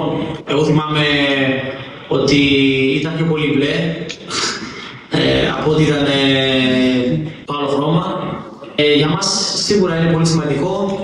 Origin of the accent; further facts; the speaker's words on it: Northern Greece, Greece; Οπότε και εγώ, σαν παιδί της Βόρειου Ελλάδας, είμαι πάρα πολύ χαρούμενος. Παίζω σχετικά στα μέρη μου.